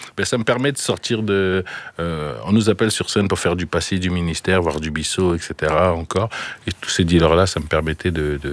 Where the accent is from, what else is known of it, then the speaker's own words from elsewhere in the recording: Republic of the Congo; born there; Moi, je suis né au Congo, mais le Congo était une province française, je vais dire.